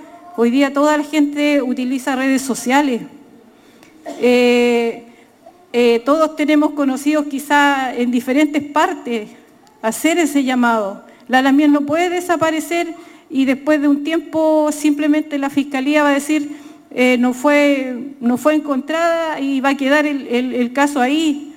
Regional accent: Chile

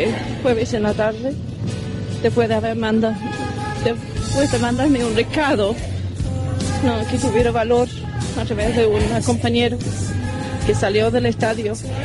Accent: England, United Kingdom; now in Chile; yo soy ciudadana británica. Voy a volver un tiempo a Inglaterra.

